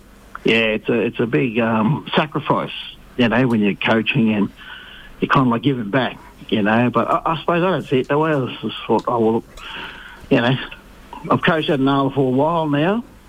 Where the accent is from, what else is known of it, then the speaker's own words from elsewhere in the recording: Brisbane, Queensland, Australia; growing up in Inala, and, you know, used to ride our bikes to training